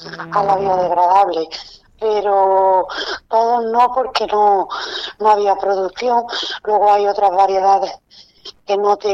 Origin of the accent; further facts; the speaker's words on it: Almería, Andalusia, Spain; los que somos de Almería y conocemos la feria, la hemos vivido desde niño.